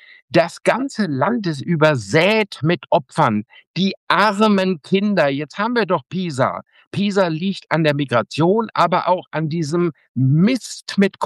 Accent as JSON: {"language": "German", "town": "Bünde", "region": "North Rhine-Westphalia", "country": "Germany", "tie": "born or raised there", "said": "bin ich in Bünde in Westfalen, in meiner Heimat, Ostwestfalen in der Stadthalle"}